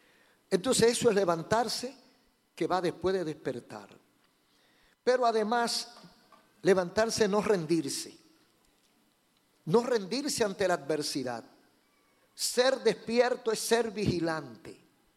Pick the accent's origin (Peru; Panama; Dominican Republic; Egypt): Dominican Republic; como los dominicanos. Tenemos los ojos redondos.